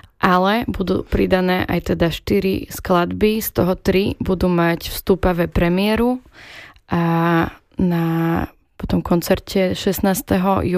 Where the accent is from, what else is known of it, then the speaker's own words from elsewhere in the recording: Stupava, Bratislava Region, Slovakia; lebo som zo Stupavy